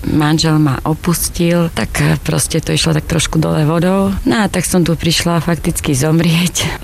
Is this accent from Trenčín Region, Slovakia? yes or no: no; Ľubotín, Prešov Region, Slovakia; Som z Ľubotína, z okresu Stará Ľubovňa.